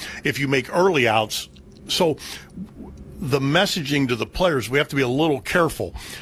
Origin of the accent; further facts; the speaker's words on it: Pittsburgh, Pennsylvania, United States; I grew up in Pittsburgh.